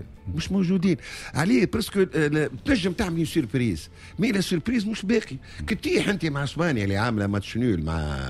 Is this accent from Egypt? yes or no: no; Tunisia; وحاجه اخرى انا مثلا تونسي خرجت منها اليوم مشيت للكلوب